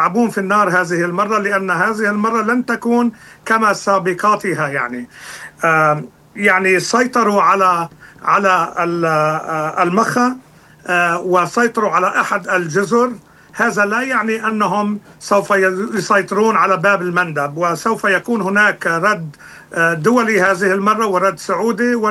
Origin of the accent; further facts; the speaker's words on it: Lebanon; مثل حزب الله عندنا في لبنان